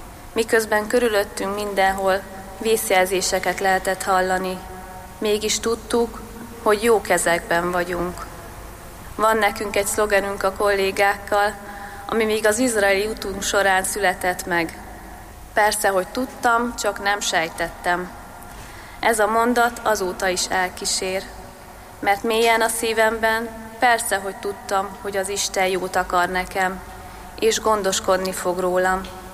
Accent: Tófalu, Heves, Hungary; moved away as an adult; now in Kápolna, Hungary; Az én utam Tófaluból indul.

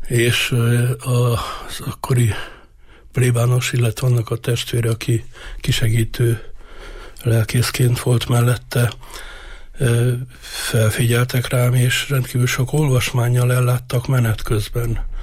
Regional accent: Borsod-Abaúj-Zemplén, Hungary; Falusi paraszt családban nőttem fel, édesapám Miskolcra járt be dolgozni gyári munkásként, de édesanyám TSZ tag volt.

